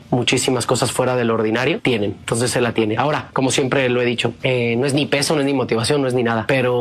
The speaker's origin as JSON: {"language": "Spanish", "country": "Mexico", "said": "genuinamente creo que si no hay más jugadores en Europa, es por nuestra propia culpa como mexicanos."}